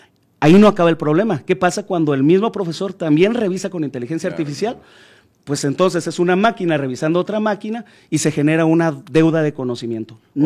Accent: Camargo, Mexico; moved away; regresar a Camargo es regresar a lo real, regresar a donde se siente uno en casa.

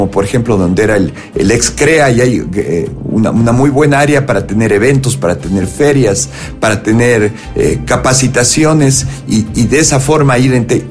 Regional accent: Cuenca, Azuay, Ecuador; Yo, como saben todos, soy un cuencano más.

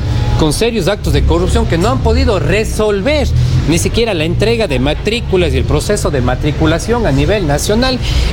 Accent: Ecuador

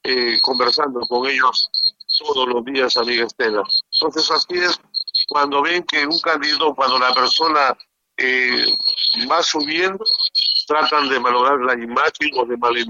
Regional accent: Íllimo, Lambayeque, Peru; mi pueblo de Íguimo

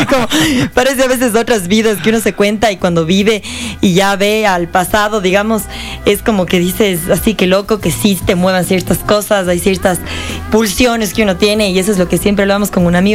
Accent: Ecuador

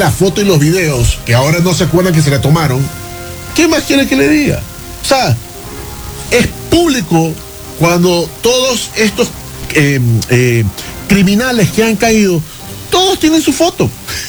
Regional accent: Ecuador; todos somos ecuatorianos.

